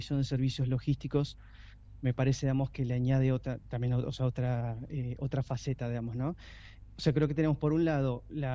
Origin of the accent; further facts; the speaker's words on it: Ushuaia, Tierra del Fuego, Argentina; yo nací acá en Ushuaia, justo en medio de la guerra de Malvinas, el 16 de abril de 1982